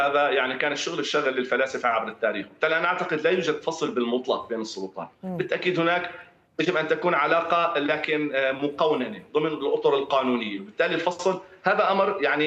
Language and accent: Arabic; Syria; نحن كسوريين اليوم فرحين بما شاهدنا،